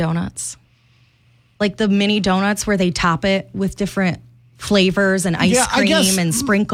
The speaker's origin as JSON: {"language": "English", "region": "Michigan", "country": "United States", "tie": "born or raised there", "moved": "yes", "lives_now": "Iowa, United States", "said": "growing up in Michigan, one of the big places that you go for coffee is Tim Hortons."}